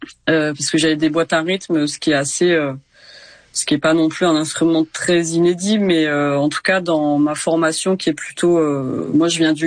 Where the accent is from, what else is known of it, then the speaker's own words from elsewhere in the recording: Ramatuelle, Provence-Alpes-Côte d'Azur, France; En fait, j'ai un lien assez fort avec Ramatuelle, donc là où j'ai grandi, puisque toute ma famille est là